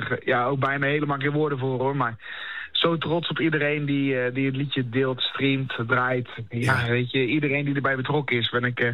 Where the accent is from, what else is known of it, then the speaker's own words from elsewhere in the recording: Netherlands; Ook puur omdat, ik ben een Nederlander en Engels kan ik niet zo goed.